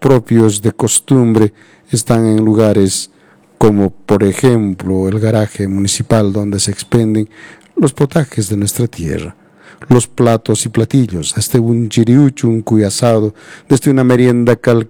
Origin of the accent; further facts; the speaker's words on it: Calca, Cusco, Peru; Así está nuestra tierra, así están los calqueños